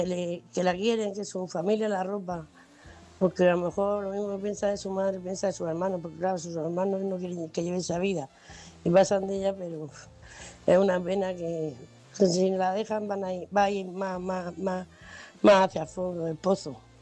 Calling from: Murcia, Region of Murcia, Spain; de Murcia

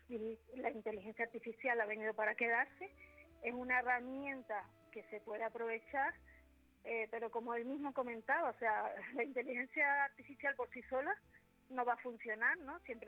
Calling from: Tenerife, Canary Islands, Spain; Soy de Canarias.

